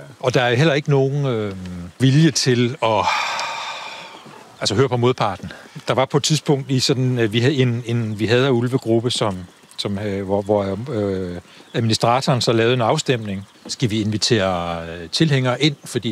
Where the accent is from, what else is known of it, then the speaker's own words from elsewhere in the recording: North Denmark Region, Denmark; now in Copenhagen, Denmark; Jeg er vokset op i Himmerland. Og har boet i en lille landsby syd for Aarhus, og nu bor jeg så i midten af København.